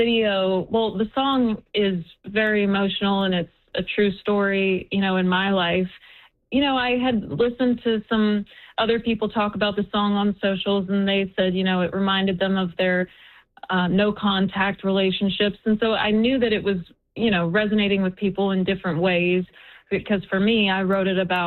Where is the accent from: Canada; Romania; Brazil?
Canada; now in Nashville, United States; there's so many Canadians in Nashville. We all kind of have our community